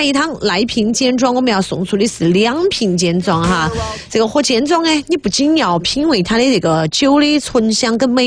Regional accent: Sichuan, China; 今天我们来聊点什么呢？就是聊点咱们四川人最喜欢说的一个词儿，情贼。

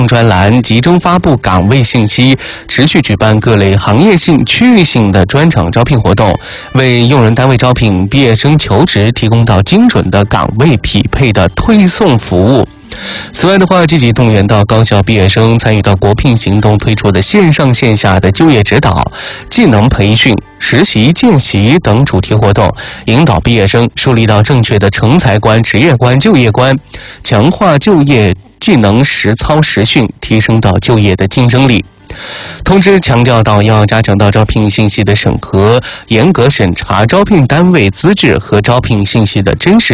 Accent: Sichuan, China; 也就是我们四川话的所谓的谷子哈

